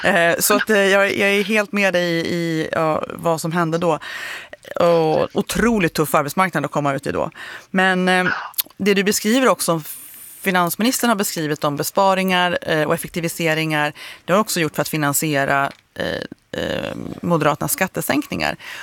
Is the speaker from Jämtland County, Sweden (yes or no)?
yes; Jämtland County, Sweden; born or raised there